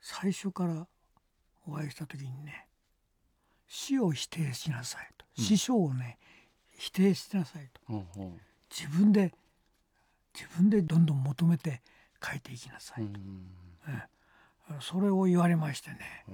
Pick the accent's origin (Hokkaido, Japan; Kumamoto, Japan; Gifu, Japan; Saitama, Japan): Hokkaido, Japan; moved away; 私は北海道の出身なんですが